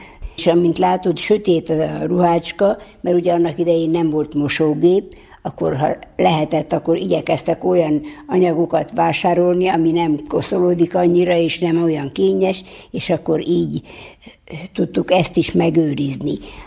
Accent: Danube Swabian settlement area, Hungary; tőzsgyökeres sváb vagyok.

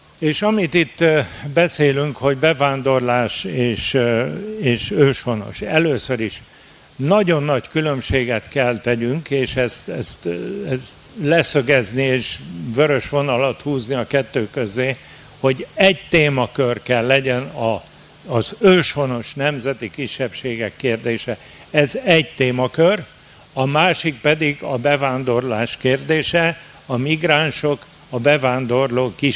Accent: Brașov, Brașov County, Romania; moved away as an adult; now in Szeged, Hungary; brassói születésű vagyok, életem első 30 évét itt éltem le Erdélybe, házasságomat követően Szegedre kerültem

